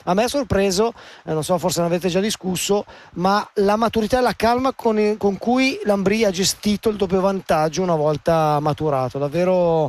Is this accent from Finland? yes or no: yes; Tampere, Pirkanmaa, Finland; born there; Italian is a second language; io lo conosco da anni visto che è cresciuto nella mia città natale a Tampere, quindi lo conosco molto bene.